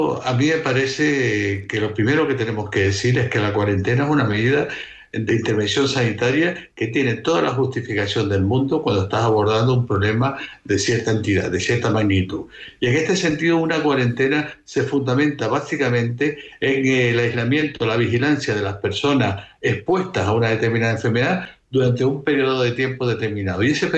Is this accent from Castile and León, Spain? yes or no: no; Tenerife, Canary Islands, Spain; now in Las Palmas, Spain; Sí, soy de Tenerife, pero vivo en Las Palmas.